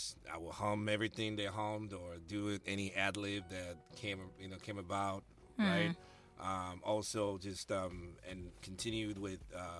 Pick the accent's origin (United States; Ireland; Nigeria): Nigeria; Enugu State; I'm from Enugu State, right? Yeah, from Mount Barney, kind of local government.